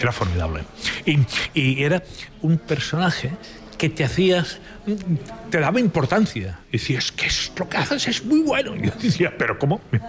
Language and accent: Spanish; Barcelona, Catalonia, Spain; yo soy de Sant Andreu, que es un barrio que está bastante lejos